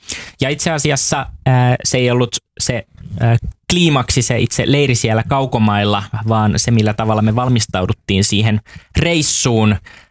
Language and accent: Finnish; Helsinki, Uusimaa, Finland; also born or lived in Rauma; Helsingistä, kävin syntymässä Raumalla.